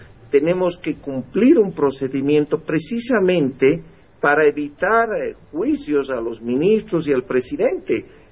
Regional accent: Potosí, Bolivia; now in La Paz, Bolivia; Aunque no soy paseño. Soy potosino, pero muy agradecido. Vivo casi 38 años en La Paz, ya paseño, pero de corazón todavía potosino.

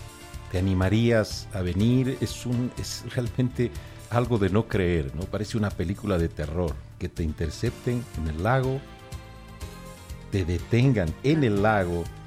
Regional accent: Bolivia; Somos bolivianos.

